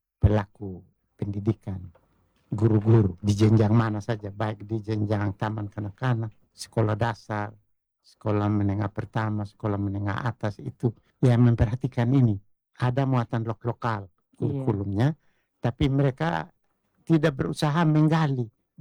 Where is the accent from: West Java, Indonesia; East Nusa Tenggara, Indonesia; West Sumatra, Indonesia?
East Nusa Tenggara, Indonesia; sehingga sikap perilaku kita sebagai orang Sabu terlihat di dalam diri